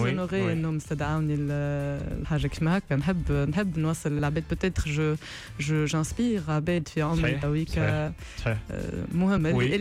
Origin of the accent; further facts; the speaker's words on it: Tunis, Tunis Governorate, Tunisia; يتسمى ولد حومتي، نشوفه ياسر في باب سويقة.